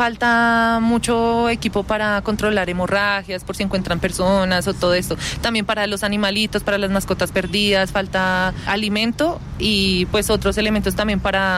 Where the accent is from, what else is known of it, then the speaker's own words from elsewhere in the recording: Colombia; Todos somos colombianos, todos somos hermanos de este territorio.